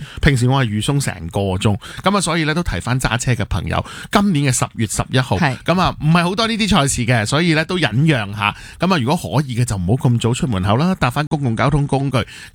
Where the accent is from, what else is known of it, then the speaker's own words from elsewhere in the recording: Hong Kong; 等我哋香港人會明白，